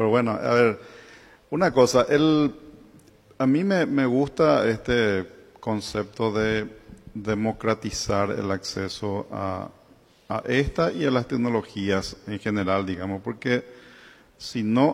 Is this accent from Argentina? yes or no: no; Paraguay; now in Asunción, Paraguay; mi pueblo allá en Buyapeí